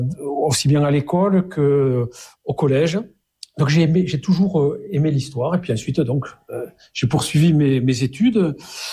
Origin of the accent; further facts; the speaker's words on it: Saint-Gaudens, Occitanie, France; born there; moi, je suis né en 57 à Saint-Gaudens. Donc, je suis un vieux bonhomme, hein, pas loin des 70 ans.